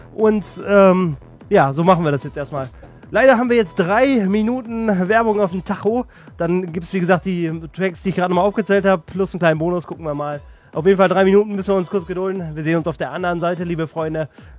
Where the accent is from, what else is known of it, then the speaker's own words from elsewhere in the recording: East Germany, Germany; Ich als Ossi feiere es.